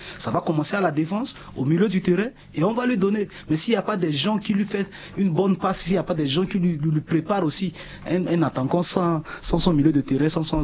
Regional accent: Central African Republic; Je suis centrafricain

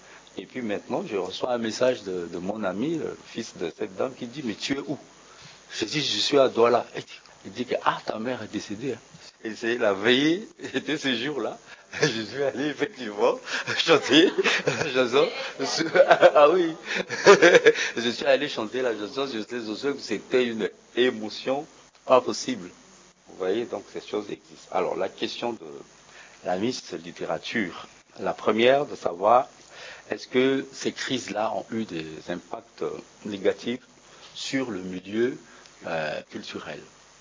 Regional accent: Central African Republic; je suis centrafricain, je vis en Centrafrique.

